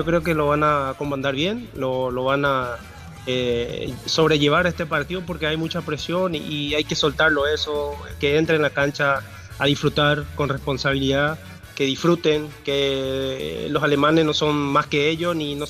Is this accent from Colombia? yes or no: no; Paraguay; como paraguayo y como deportista